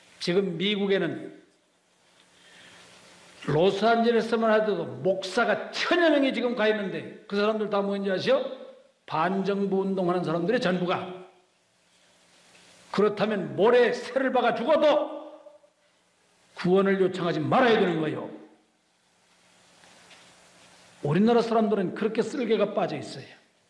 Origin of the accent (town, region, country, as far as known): South Korea